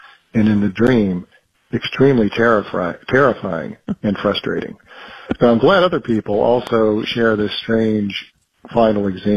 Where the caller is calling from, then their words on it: Washington, District of Columbia, United States; since I live in Washington, D.C.